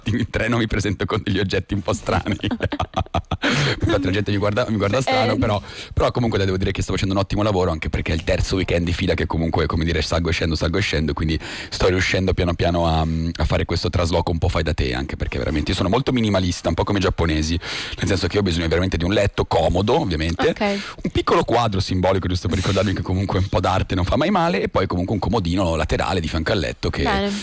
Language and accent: Italian; Milan, Lombardy, Italy; moved away as an adult; now in Rome, Italy; sono tornato appunto nella mia città natale, che è Milano